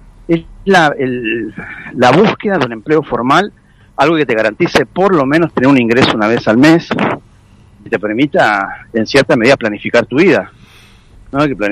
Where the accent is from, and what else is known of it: Argentina